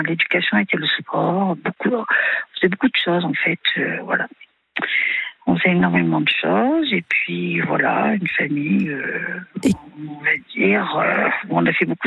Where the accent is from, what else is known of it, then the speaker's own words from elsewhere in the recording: Auvergne-Rhône-Alpes, France; Alors, j'ai 58 ans, et puis j'ai, à la base, nous sommes 4 filles. Je suis la 3e. J'ai grandi dans le Cantal.